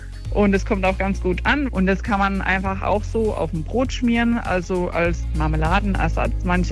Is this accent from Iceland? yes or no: no; Tenerife, Canary Islands, Spain; moved away; ich bin halt in Teneriffa aufgewachsen.